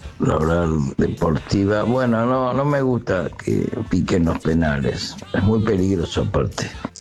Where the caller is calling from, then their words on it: Buenos Aires, Argentina; de Villa del Parque, 264.